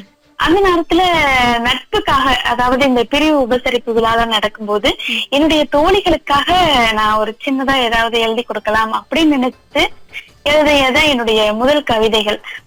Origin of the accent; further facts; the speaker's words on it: Tamil Nadu, India; now in Kumbakonam, India; பெரம்பலூர் மாவட்டம் அப்படிங்கறது என்னுடைய சொந்த ஊர். இப்ப நான் வசித்து கொண்டு இருக்கிறது வந்து பாத்தீங்கன்னா கும்பகோணத்துல இருக்கிறேன்.